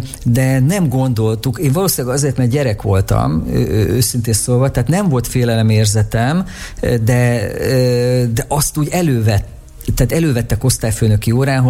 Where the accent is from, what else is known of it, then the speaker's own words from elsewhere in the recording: Békés, Hungary; born there; szülővárosomban nem sok esemény zajlott, kisváros Békés megyében